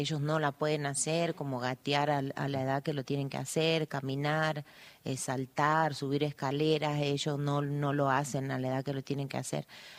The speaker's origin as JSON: {"language": "Spanish", "town": "Palpalá", "region": "Jujuy", "country": "Argentina", "said": "Nosotros somos de Palpalá. Nosotros en Palpalá, que yo esté al tanto, son tres niños."}